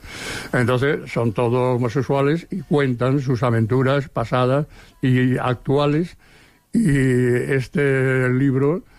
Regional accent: Seville, Andalusia, Spain; now in Barcelona, Spain; cuando vinimos de Sevilla.

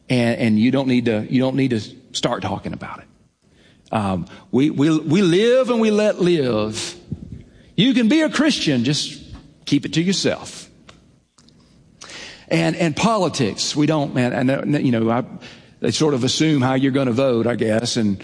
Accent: the South, United States; when I was like, was a kid growing up in the Bible Belt

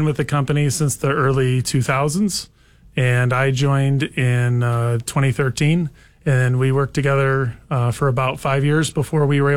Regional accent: Mooreville, United States; I grew up in Mooreville, just outside Milan.

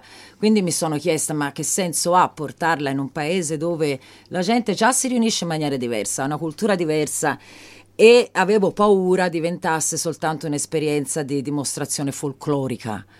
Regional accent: Florence, Tuscany, Italy; accent: Florentine; io che sono cresciuta a Firenze, sono fiorentina e parlo il fiorentino.

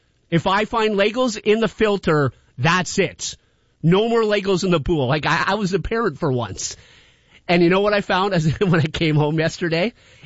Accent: Canada; We're Canadian

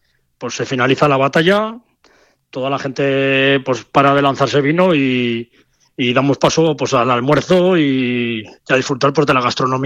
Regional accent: Haro, La Rioja, Spain; los jarreros, ¿no? Que es el nombre que tenemos... Los que somos de aquí de Aro, ¿no?

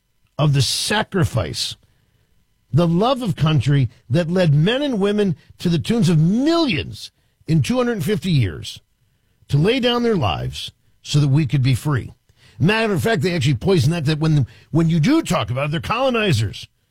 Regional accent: Washington, District of Columbia, United States; the neighborhood I grew up in Washington, D.C.

